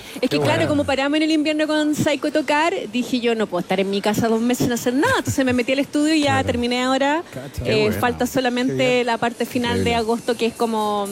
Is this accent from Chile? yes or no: yes; Chile; No, y aparte que como somos chaqueteros los chilenos